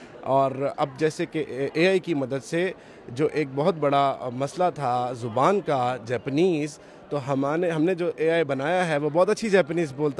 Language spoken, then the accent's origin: Urdu; Lahore, Punjab, Pakistan; ہم لاہور سے آئے ہیں.